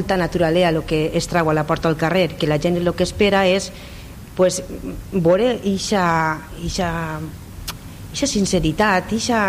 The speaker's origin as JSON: {"language": "Catalan", "town": "Bèlgida", "region": "Valencian Community", "country": "Spain", "said": "I van dir, pues, si som de Bèlgida, Bèlgidaves, perquè érem xiques"}